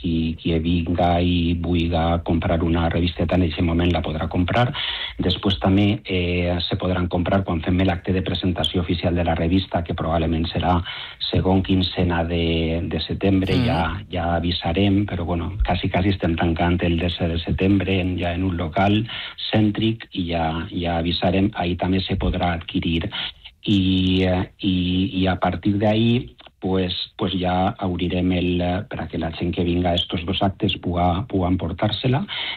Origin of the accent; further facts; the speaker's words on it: Museros, Valencian Community, Spain; era un dia de Sant Roc, patró del meu poble de Museros